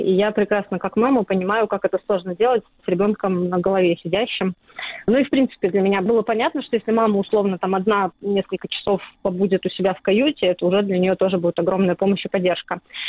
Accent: Russia; now in Estonia; И когда они узнавали, что мы из России, у нас там ну, дети замыкались на какое-то время, им нужно было смириться, привыкнуть, что вот ну, мы из России

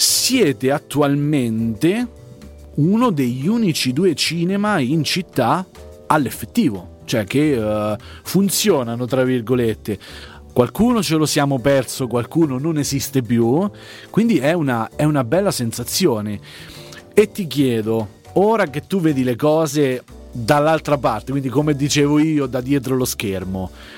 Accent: Pescara, Abruzzo, Italy; essendo cresciuto, anche essendo del quartiere

